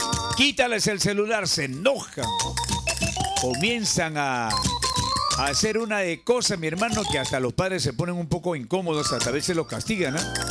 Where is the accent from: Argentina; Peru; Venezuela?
Peru; Todos nos llamamos Perú, mi hermano, somos peruanos.